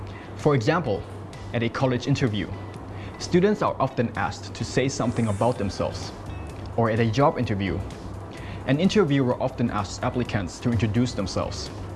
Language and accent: English; Mae Hong Son, Thailand; now in Bangkok, Thailand; I'm from Mae Hong Son, but now I live in Bangkok.